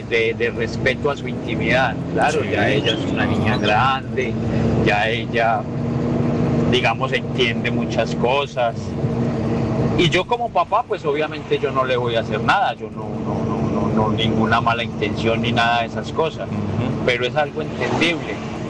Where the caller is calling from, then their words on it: Barranquilla, Atlántico, Colombia; Le hablo desde Barranquilla.